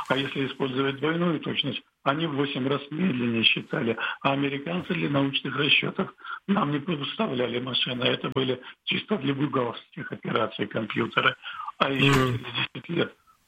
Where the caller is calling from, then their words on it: Vladivostok, Primorsky Krai, Russia; из Владивостока, столица Приморского края.